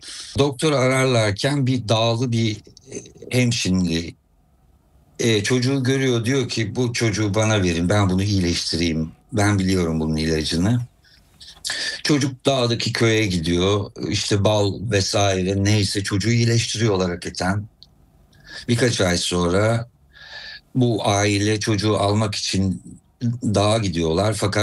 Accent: Istanbul, Turkey; Ve İstanbul'da bir Rum köyüne yerleşiyorlar. Bu köy bir Rumların gönderilip Selaniklilerin getirildiği Kadıköy'e çok yakın bir köy. Ben orada doğdum. Böyle bostanlarla çevrili, işte akarsular, yemyeşil her taraf çok güzel bir yerdi.

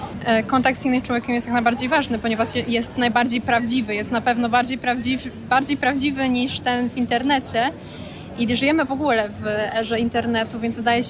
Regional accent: near the German border, Poland; pochodzę z miejscowości blisko granicy z Niemcami, ale wydaje mi się, że wciąż jest jakiś niewykorzystany potencjał w tym regionie.

